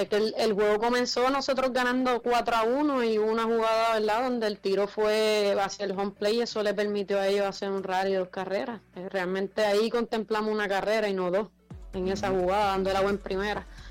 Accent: Puerto Rico; nosotros de Puerto Rico

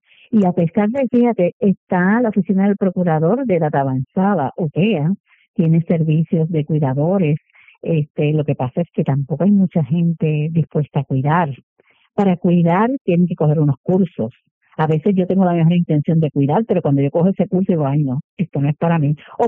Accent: Bayamón, Puerto Rico; yo soy de Bayamón

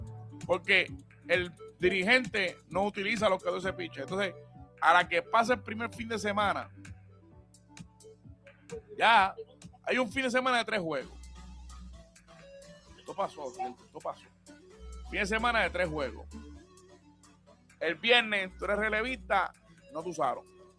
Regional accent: Cabo Rojo, Puerto Rico; yo soy de Cabo Rojo.

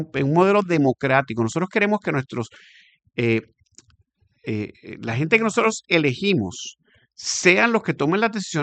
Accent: Puerto Rico; Yo como puertorriqueño

